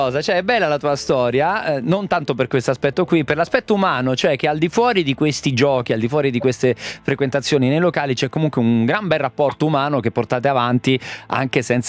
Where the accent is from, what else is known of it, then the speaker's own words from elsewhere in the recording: Castelli Romani, Lazio, Italy; io sono dei Castelli.